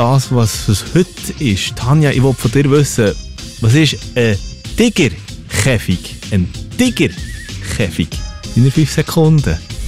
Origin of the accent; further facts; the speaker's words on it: Bern, Switzerland; Zumindest für mich als Berner, wenn es um den Zürcher Dialekt geht.